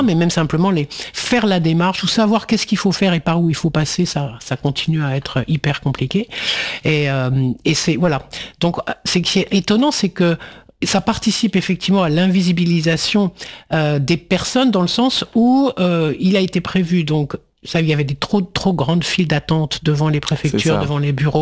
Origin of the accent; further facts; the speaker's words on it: France; parce que je suis français